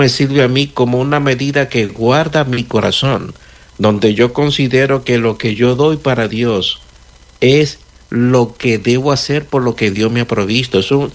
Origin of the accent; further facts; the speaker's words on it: Dominican Republic; en el contexto de nosotros los dominicanos